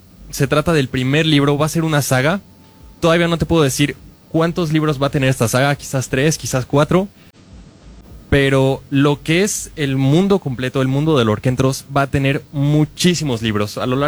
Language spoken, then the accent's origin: Spanish; Puebla, Mexico; Yo soy de Puebla. Si están en Puebla, si están en Ciudad de México, si están en Pachuca, si están en Guadalajara, en estos lugares son los que estoy contemplando para hacer presentaciones de libro.